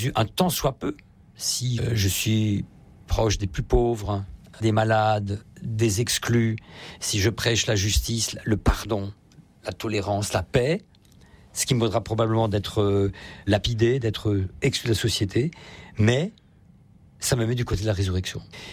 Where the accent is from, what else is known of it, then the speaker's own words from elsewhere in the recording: Strasbourg, Grand Est, France; je suis strasbourgeois, donc en Alsace, nous avons le seul camp de concentration qui a été construit en France, qui s'appelle Struthof.